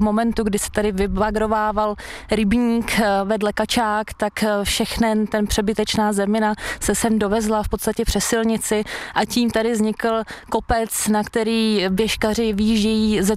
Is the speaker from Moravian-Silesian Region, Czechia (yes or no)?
no; Špindlerův Mlýn, Hradec Králové Region, Czechia; moved away; já pocházím ze Špindlerova Mlýna